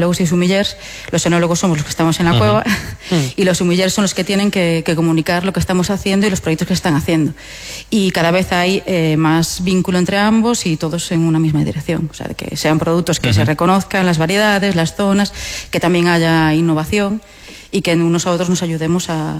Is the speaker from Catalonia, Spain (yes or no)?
no; Vilagarcía de Arousa, Galicia, Spain; Tenemos el referente de donde yo soy, de Vila García de Arousa